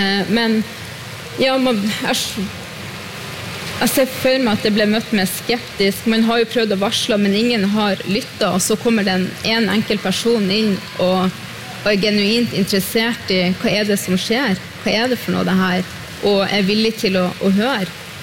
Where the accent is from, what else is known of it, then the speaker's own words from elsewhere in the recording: Sápmi, Norway; Det tok lang tid før jeg selv torde å fortelle ute i det store samfunnet at jeg er samisk.